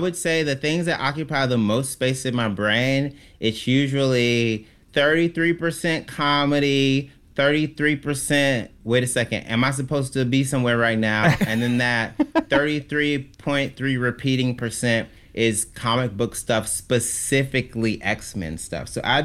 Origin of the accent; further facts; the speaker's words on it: Mississippi, United States; I'm from Mississippi. My family has roots in Tallulah, Louisiana, which is like right across the Mississippi River from Vicksburg.